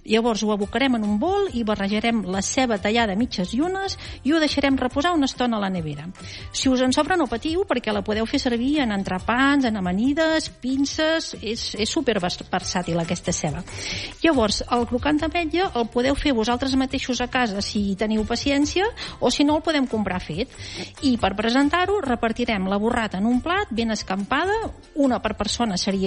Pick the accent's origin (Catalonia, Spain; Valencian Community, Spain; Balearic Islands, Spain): Catalonia, Spain; Girona; jo que sóc de Girona